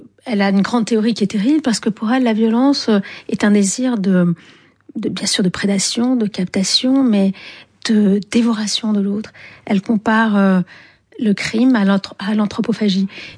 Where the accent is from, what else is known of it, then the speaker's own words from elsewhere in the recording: Algiers, Algiers Province, Algeria; parce que j'ai grandi à Alger, qui était un pays très viril, masculin.